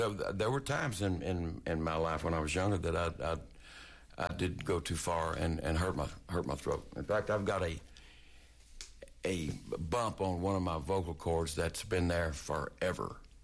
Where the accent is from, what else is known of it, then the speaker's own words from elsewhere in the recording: Texas, United States; I grew up in West Texas